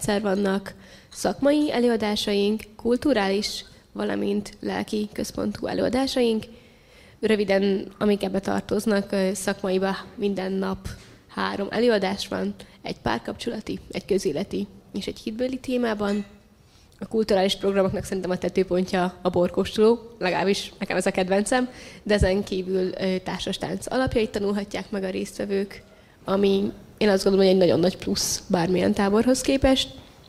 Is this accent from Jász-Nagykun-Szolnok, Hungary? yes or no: no; Esztergom, Komárom-Esztergom, Hungary; mert én Esztergomból való vagyok.